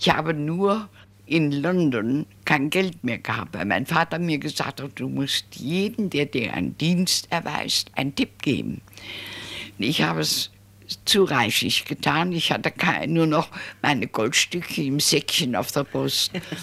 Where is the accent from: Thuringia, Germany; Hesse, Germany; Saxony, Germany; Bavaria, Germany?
Hesse, Germany; now in Frankfurt, Germany; Obwohl meine Heimat an der waldeckischen Grenze, zwischen Frankenberg und Korbach, ganz auf dem Lande, mich immer noch anzieht